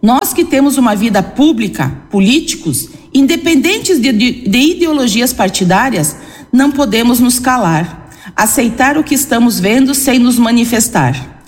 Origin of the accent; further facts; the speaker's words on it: Brazil; Como nós brasileiros estamos vendo esses fatos que nos angustiam, que nos inquietam?